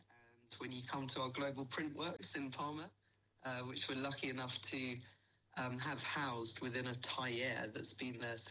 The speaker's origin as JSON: {"language": "English", "region": "South West England", "country": "United Kingdom", "moved": "yes", "said": "Well, I'm Cornish in origin, and after 26 years overseas, 18 months ago, my daughters and I relocated back here"}